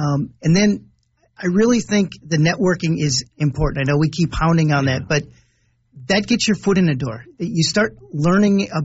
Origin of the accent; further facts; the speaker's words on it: Delano, California, United States; moved away as an adult; I grew up in Delano.